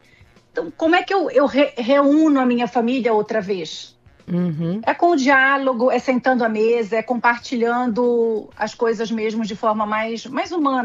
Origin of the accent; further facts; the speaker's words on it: Brazil; nos atinge enquanto brasileiros